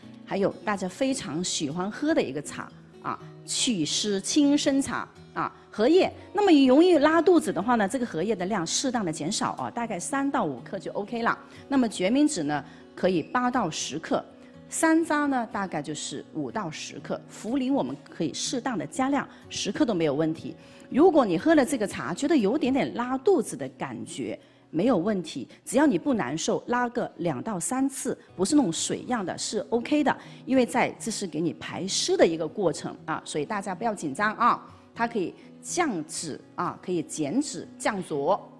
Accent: Xinhui, Guangdong, China; 我就为我的家乡代言一下，我是广东新会人，新会陈皮就是我们那里的啊

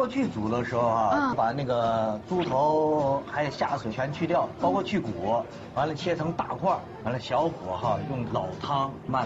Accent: Shaanxi, China; 我们陕西人干脆克里马擦。

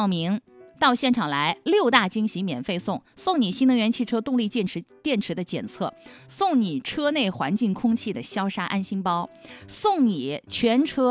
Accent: Changsha, Hunan, China; 作为一个长沙人

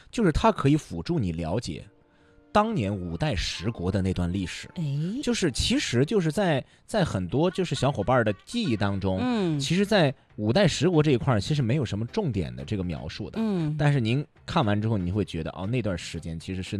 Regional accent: Shandong, China; 因为作为山东人，

